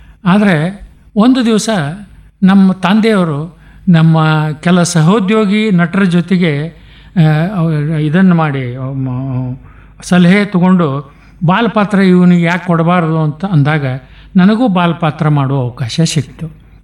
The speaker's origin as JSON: {"language": "Kannada", "town": "Sindagi", "region": "Karnataka", "country": "India", "tie": "born there", "also_born_or_lived": "various towns", "said": "ನಾನು ಹುಟ್ಟಿದ್ದು ಅಂದಿನ ವಿಜಯಪುರ ಜಿಲ್ಲೆಯ, ಈಗಲೂ ಕೂಡ ಸಿಂದಗಿ ತಾಲೂಕು ಸಿಂದಗಿಯಲ್ಲಿ."}